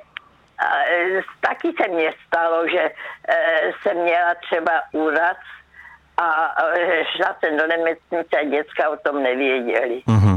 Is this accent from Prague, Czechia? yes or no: no; Brno, South Moravian Region, Czechia; Mu ve válce zabili při náletě tatínka a mě v Brně, já jsem pocházím z Brna, zase při náletě zemřela moje maminka a moji sourozenci